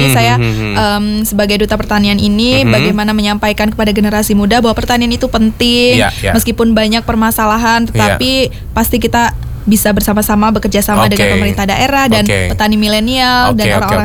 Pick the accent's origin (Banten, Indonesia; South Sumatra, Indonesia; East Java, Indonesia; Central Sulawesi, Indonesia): South Sumatra, Indonesia; di kabupaten saya Ogan Komering Ilir itu kan lahan gambut kak, jadi rentan kebakaran